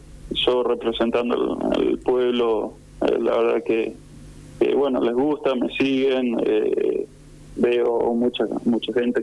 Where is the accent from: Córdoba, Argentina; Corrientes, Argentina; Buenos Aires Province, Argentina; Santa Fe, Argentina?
Córdoba, Argentina; Las Varillas; se siente el apoyo de mi pueblo, de las varillas.